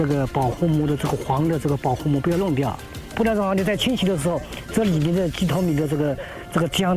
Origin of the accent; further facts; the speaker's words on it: Suzhou, Jiangsu, China; 我们苏州这边